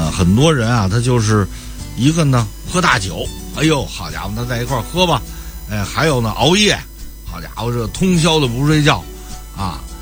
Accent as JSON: {"language": "Chinese", "region": "Beijing", "country": "China", "said": "就咱们北京人说的"}